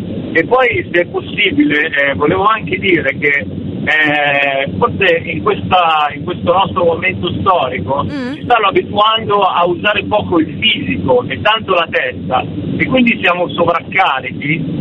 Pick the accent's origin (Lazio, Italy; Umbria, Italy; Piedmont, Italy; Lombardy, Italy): Lombardy, Italy; Milan; io sono di Milano, e di muovermi a Milano, per esempio, in bicicletta